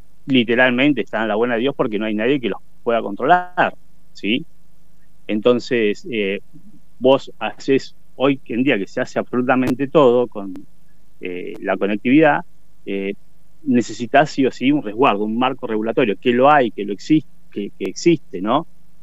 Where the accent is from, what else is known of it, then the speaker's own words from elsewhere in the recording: Argentina; nosotros tenemos una en Argentina, es difícil, digamos, si sos argentino, no amar la universidad pública